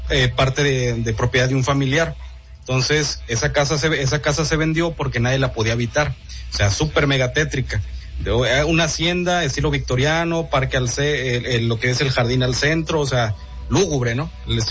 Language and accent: Spanish; San Juan del Río, Durango, Mexico; Entonces, en mi pueblo es el segundo colonizado aquí en el estado de Durango. El primero fue Nombre de Dios y luego fue San Juan de Río en las misiones franciscanas.